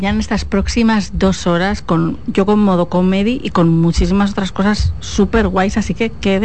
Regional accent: Spain; moved away; yo soy española y me he venido a vivir aquí

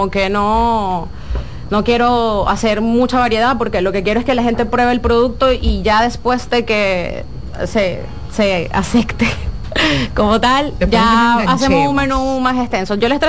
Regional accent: Venezuela; now in Dominican Republic; yo soy de Venezuela.

